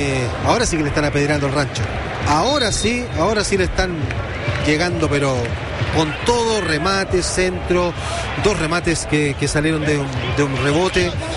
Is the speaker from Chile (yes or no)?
yes; Cerrillos, Santiago Metropolitan Region, Chile; Yo soy de Cerrillo